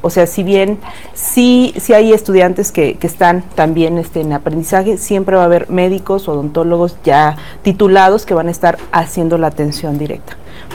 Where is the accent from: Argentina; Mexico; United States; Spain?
Mexico; Querétaro; Sí, porque está, o sea, los que somos queretanos, estas lluvias son atípicas